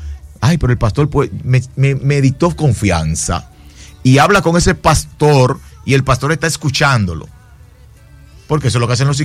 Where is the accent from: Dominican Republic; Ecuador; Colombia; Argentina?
Dominican Republic; yo soy de Villaverde, nacido y criado en Villaverde. Yo tengo 47 años de edad.